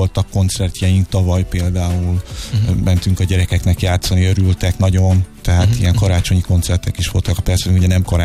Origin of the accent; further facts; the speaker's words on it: Hungary; itt élünk Magyarországon, magyarok vagyunk